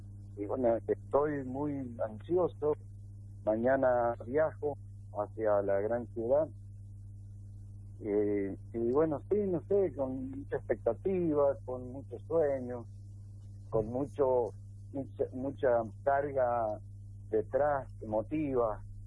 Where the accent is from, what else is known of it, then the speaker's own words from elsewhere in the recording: San José de Jáchal, San Juan, Argentina; Somos de Hachal.